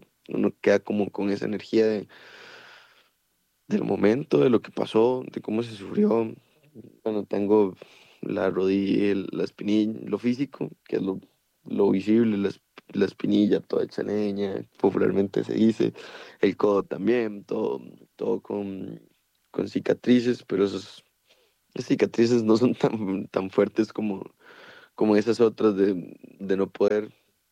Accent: San Isidro de El General, San José, Costa Rica; moved away as an adult; now in Heredia, Costa Rica; yo soy de Pérez Zeledón, vivo aquí en Heredia hace relativamente poco, entré en 2022 a la universidad

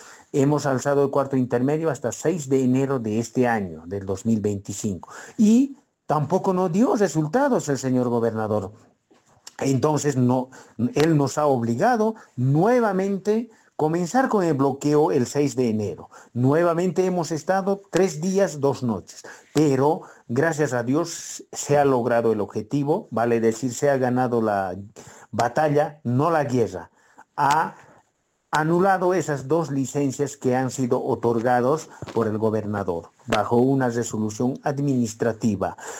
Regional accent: Chuquisaca, Bolivia; Distrito 7 está ubicado en el departamento de Chuquisaca. Bueno, los habitantes del Distrito 7, nosotros somos productores, fruticultores, apicultores, horticultores, piscicultores. También tenemos lugares turísticos, lugares recreacionales

